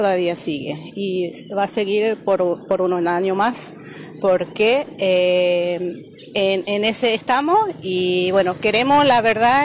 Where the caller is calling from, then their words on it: Buenos Aires, Argentina; Hace 35 años que yo vivo en Buenos Aires.